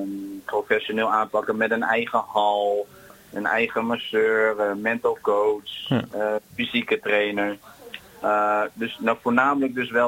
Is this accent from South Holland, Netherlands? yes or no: yes; Gouda, South Holland, Netherlands; Geboren en getogen in Gouda